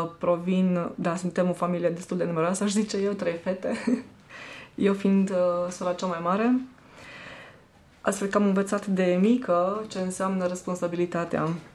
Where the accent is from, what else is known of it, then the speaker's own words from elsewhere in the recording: Cluj-Napoca, Cluj County, Romania; Da, sunt clujeancă. Am copilărit, am crescut, am locuit până la vârsta de 36 de ani în Cluj, în cartierul Grigorescu, care se află pe malul Someșului.